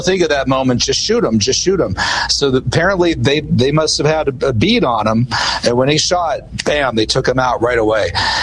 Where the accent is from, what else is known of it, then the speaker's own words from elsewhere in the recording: Butler, Pennsylvania, United States; I'm actually from Butler, Pennsylvania.